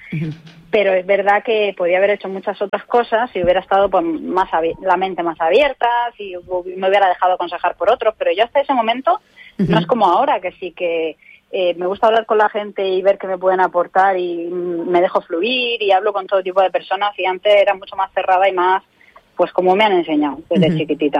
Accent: Elche, Valencian Community, Spain; yo estaba de alquiler aquí en Elche, de donde soy

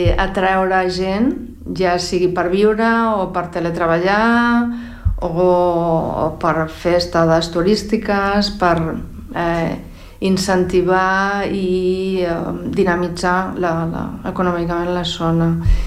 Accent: Castile, Spain; now in Catalonia, Spain; A veure, jo sóc d'allà, sóc castellana, però em sento catalana, clar, perquè he viscut aquí més que allà.

